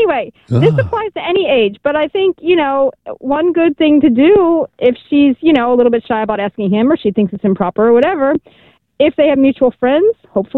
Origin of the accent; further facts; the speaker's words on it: Cincinnati, Ohio, United States; I'm from Cincinnati, which is the most beautiful city in the world, but I can't stand being cold in the winter, so I live here.